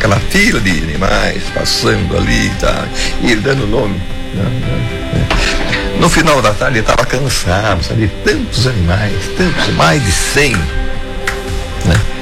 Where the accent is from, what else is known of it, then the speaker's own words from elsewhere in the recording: São Paulo, Brazil; now in Aparecida, Brazil; Eu já estava aqui, né? E voltei e volto à minha terra, Piracá, é só um passeio. Eu fiquei de vez em Aparecida.